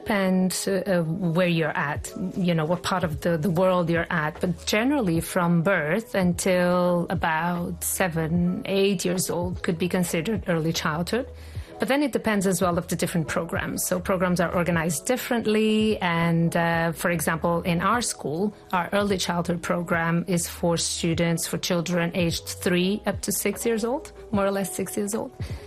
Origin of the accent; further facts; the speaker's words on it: Porto, Norte, Portugal; moved away as an adult; now in Oman; Well, I am from Porto, from Portugal